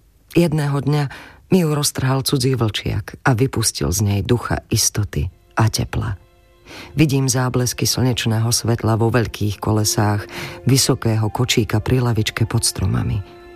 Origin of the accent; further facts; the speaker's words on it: Podivín, South Moravian Region, Czechia; also born or lived in Vrbové / Piešťany; Narodila som sa vo Vrbovom, kde boli moji rodičia na krátkej návšteve. Ako dieťa som si predstavovala, že som prišla na svet medzi vrbami. A pretože som od malička podliehala mágii slov, stal sa pre mňa Podivín, kam sme sa presťahovali z Piešťan, ríšou divou.